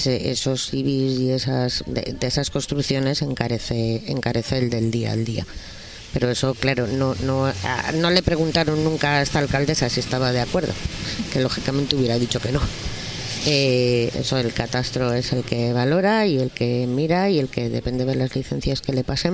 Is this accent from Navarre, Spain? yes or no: no; Terán, Cantabria, Spain